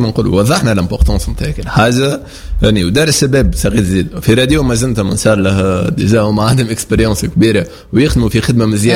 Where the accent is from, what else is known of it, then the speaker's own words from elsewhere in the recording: Sakiet Ezzit, Sfax Governorate, Tunisia; مع جماعتي سقيت الزيد وهي حومتي